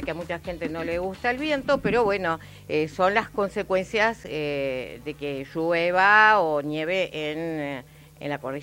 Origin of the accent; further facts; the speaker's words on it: Patagonia, Argentina; Somos patagónicos, somos resistentes, somos fuertes y estamos acostumbrados.